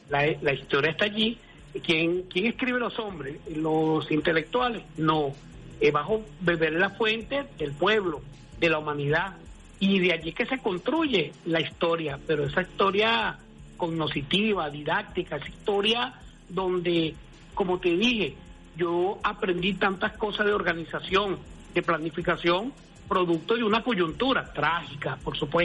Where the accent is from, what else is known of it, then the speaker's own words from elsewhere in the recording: Venezuela; esta patria venezolana, latinoamericana, indoamericana, nosotros somos héroes.